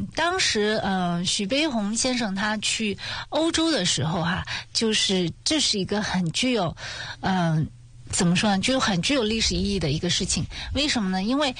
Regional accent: China; 但是我们中国人啊，第一次知道哦，我们可以用那个在一个平面上面模拟一个三维立体的形象

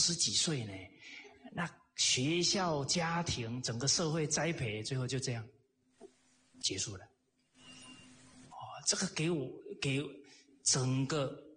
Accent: Taiwan; 我是台湾的小孩呀，啊，有时候不小心就讲台湾，因为比较熟悉

